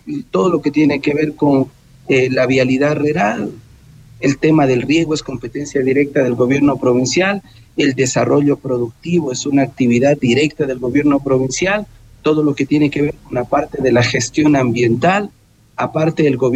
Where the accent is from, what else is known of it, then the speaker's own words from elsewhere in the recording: Loja, Ecuador; nosotros también somos parte del Ecuador. En Loja hemos sido actores protagónicos del desarrollo del país.